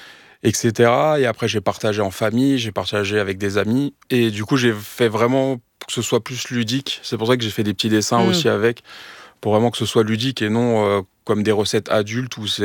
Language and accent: French; Meaux, Île-de-France, France; je viens de Meaux, du coup on a beaucoup, une terre de betterave, on va dire.